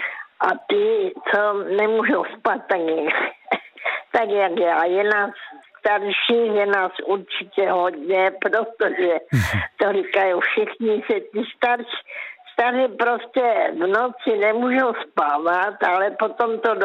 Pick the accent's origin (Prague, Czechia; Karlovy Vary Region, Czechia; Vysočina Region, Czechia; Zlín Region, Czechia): Zlín Region, Czechia; Karolinka